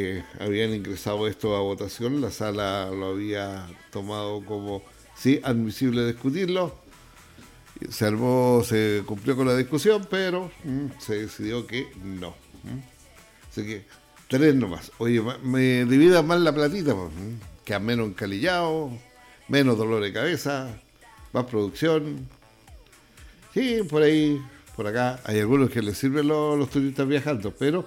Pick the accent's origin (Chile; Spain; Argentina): Chile; somos los chilenos